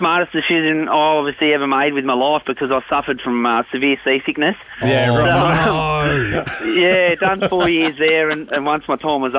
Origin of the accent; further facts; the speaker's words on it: Tasmania, Australia; growing up in Tassie fishing all around the Highland Lakes and stuff for trout.